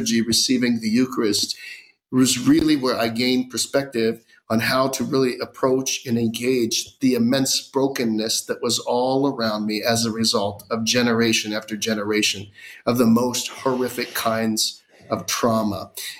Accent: Pittsburgh, Pennsylvania, United States; because I'm from Pittsburgh. I came to Pittsburgh.

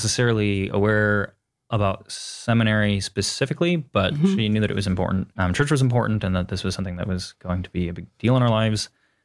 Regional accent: Midwest, United States; born there; I was born in the Midwest.

